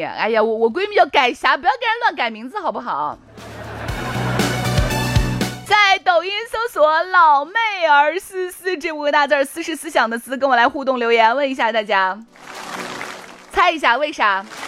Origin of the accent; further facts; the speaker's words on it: China; 我们中国人都会用来盖肚脐眼